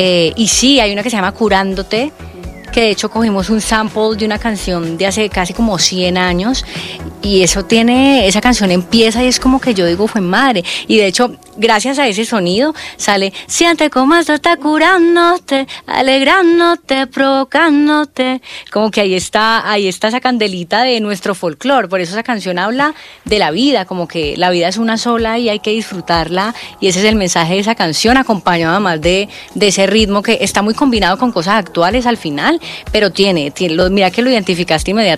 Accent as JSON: {"language": "Spanish", "country": "Colombia", "moved": "yes", "said": "el vallenato ya no te suena igual que como en Colombia, porque como estás afuera te suena, es como mi tierra, sí, como que cuando estamos fuera de nuestro país, uno valora mucho más todo lo de su país."}